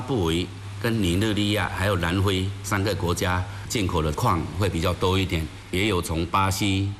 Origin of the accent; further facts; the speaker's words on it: Nan'an, Fujian, China; 作为土生土长的城竹人，也是一名党员，每次看到城竹这两个字，心里既有敬畏和自豪，更有一份沉甸甸的责任。